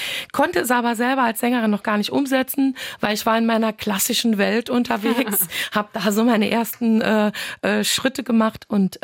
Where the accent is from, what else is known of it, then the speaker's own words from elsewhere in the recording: Saarland, Germany; Deswegen sage ich es als Saarländerin mal auf platt.